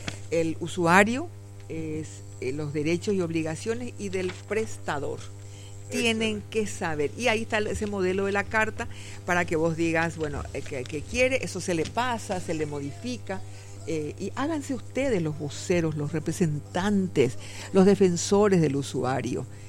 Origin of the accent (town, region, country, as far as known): Paraguay